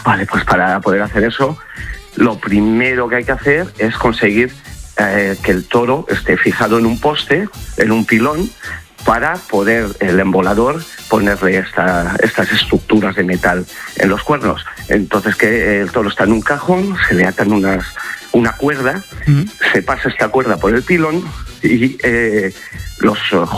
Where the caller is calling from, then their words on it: Castellón de la Plana, Valencian Community, Spain; Aquí os llamo desde Castellón